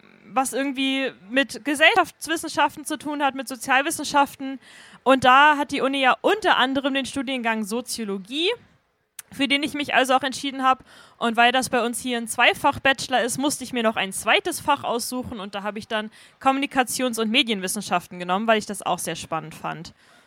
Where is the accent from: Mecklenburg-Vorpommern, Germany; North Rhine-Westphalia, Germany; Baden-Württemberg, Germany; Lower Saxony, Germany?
Mecklenburg-Vorpommern, Germany; Rostock; Genau, ich komme aus Rostock, auch ursprünglich born and raised quasi. Ich war zwischendurch mal ein Jahr weg während der Schulzeit im Ausland